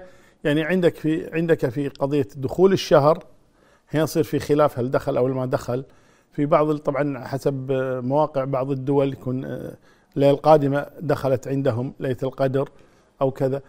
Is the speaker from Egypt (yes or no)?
no; Kuwait; الحمد لله عندنا في الكويت يعني الوزارة يعني مهيئة لهذا